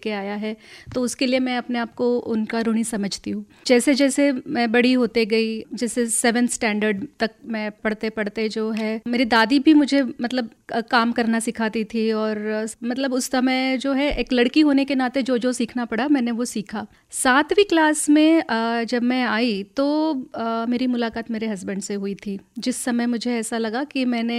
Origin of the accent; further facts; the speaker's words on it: Nagpur, Maharashtra, India; born there; मैं जहाँ पैदा हुई थी नागपुर में, मतलब मैं बहुत ही सामान्य गरीब परिवार में पैदा हुई थी